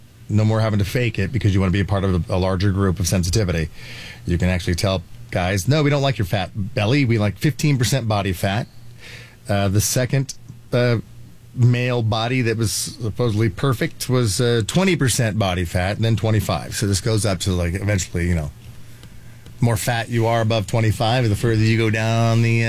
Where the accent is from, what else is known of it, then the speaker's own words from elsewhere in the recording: Atlanta, Georgia, United States; You know I'm from Atlanta, home of Georgia peaches.